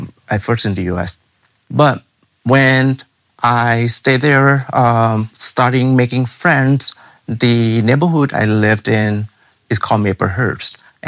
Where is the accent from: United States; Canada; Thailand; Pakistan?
Thailand; English is a second language; I was from Thailand. We kind of be nice with people, but the way we are nice with people are different